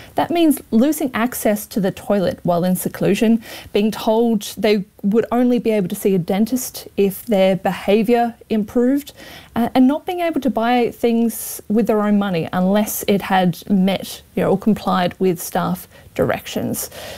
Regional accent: Australia; now in Dunedin, New Zealand; remember, I am Australian

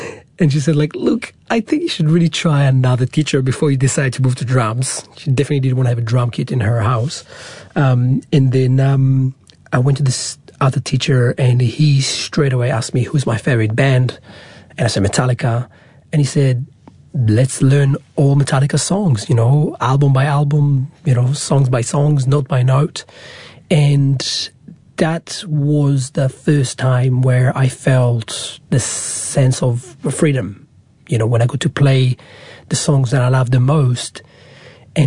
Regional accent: Israel; area I grew up in Israel was surrounded by Arabic villages. So in the evening, it was the muezzin calls from the mosques.

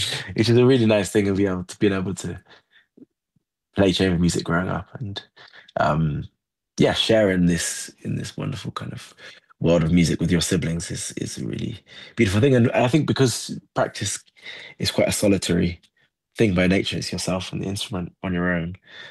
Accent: Nottingham, East Midlands, United Kingdom; born or raised there; now in London, United Kingdom

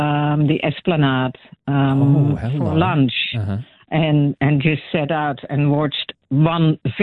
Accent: Netherlands; now in Dunedin, New Zealand; I'm from Holland originally, and Dunedin, and where I'm from at the coastal area, as it was when I grew up, is very similar.

